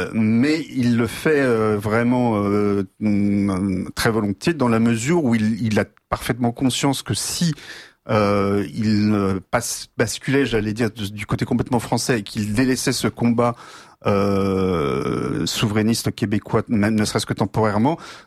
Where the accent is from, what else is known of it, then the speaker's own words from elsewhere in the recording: France; nous autres Français